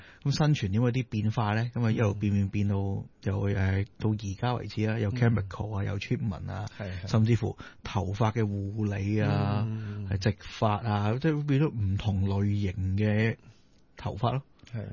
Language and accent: Cantonese; Hong Kong; 我哋香港人